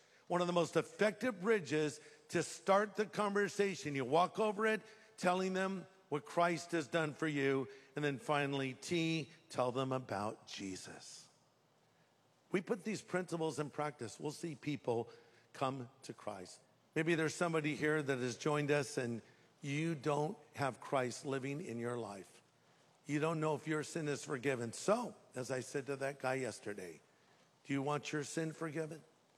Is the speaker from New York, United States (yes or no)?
no; California, United States; He's a great fisherman and outdoorsman. I'm not. I'm from California.